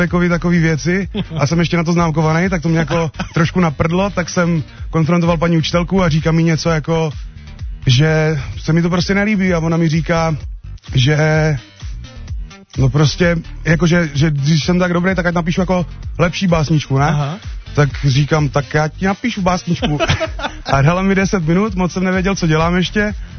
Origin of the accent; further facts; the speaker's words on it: Ivančice, South Moravian Region, Czechia; born there; Narodil jsem se v Ivančicích.